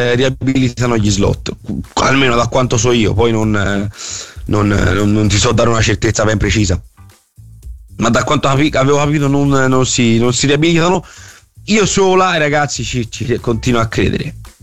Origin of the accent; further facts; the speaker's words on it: Florence, Tuscany, Italy; Noi vogliamo solo godere perché siamo fiorentini e orgogliosi della viola, il resto non ci interessa.